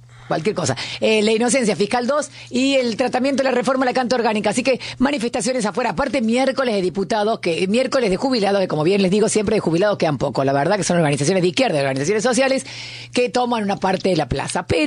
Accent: Argentina; los argentinos también somos muy argentinos donde sea que nazcamos.

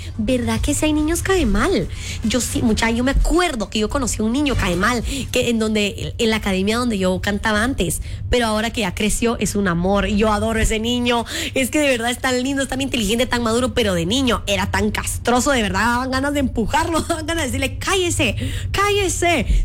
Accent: Honduras; cuando allá en mi país, en Honduras, existe la moneda de 50 centavos.

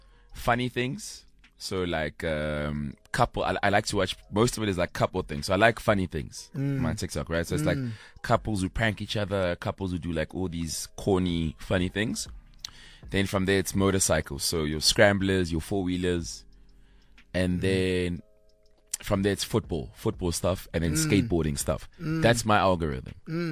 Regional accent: South Africa; born there; I'm born in South Africa. I wear the Bafana shirt.

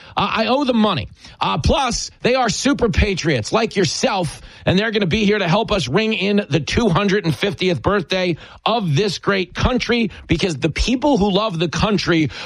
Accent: Levittown, New York, United States; I grew up in Levittown, New York, out on Long Island, not to be confused with Levittown, Pennsylvania

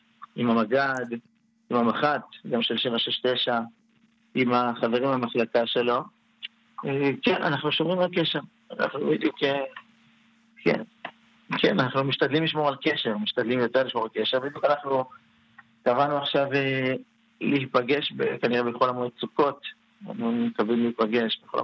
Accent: Ashdod, Southern District, Israel; כי אנחנו מאשדוד

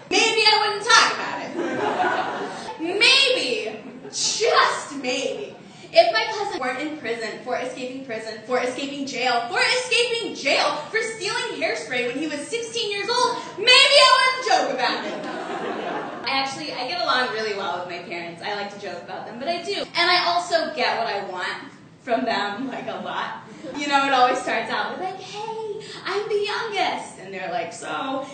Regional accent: Arkansas, United States

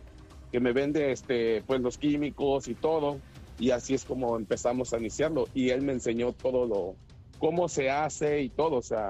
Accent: Cuacoyula, Guerrero, Mexico; born or raised there; now in Riverside, United States

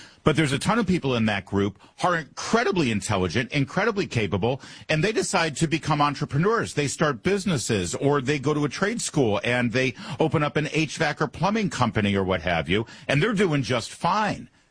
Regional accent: Plymouth, Michigan, United States; Listen, I just mentioned my hometown, Plymouth, Michigan

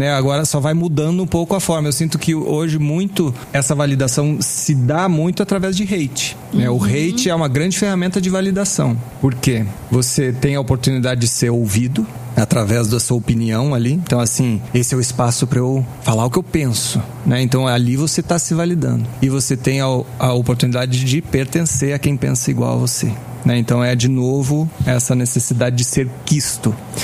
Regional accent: Rio Grande do Sul, Brazil; born or raised there; also born or lived in Brasília

